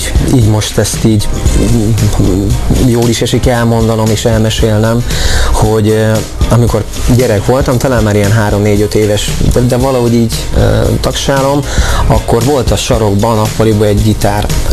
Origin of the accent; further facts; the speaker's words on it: Kissziget, Zala, Hungary; Igen, egy Zala vármegyei kis községben, Kisszigeten nőttem fel, ott születtem, illetve Nován születtem.